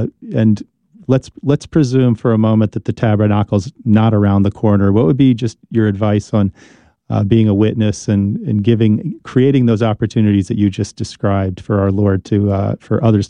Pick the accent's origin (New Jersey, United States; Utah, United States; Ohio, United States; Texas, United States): New Jersey, United States; Thanks for coming to New Jersey, my home state